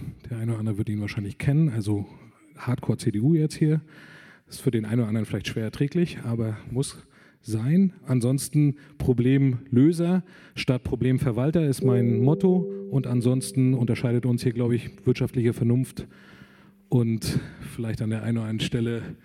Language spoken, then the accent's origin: German; Greifswald, Mecklenburg-Vorpommern, Germany; 44 Jahre, gebürtiger Greifswalder